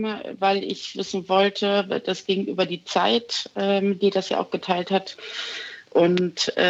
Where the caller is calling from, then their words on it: Hamburg, Germany; Mein Großvater kam aus Hamburg, also ich komme auch aus Hamburg.